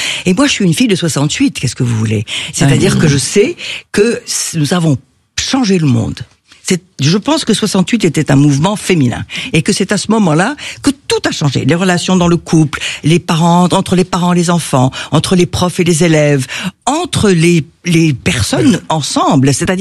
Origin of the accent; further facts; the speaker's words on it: Rabat, Rabat-Salé-Kénitra, Morocco; Il était ingénieur agronome, et c'est pour ça que je suis née au Maroc.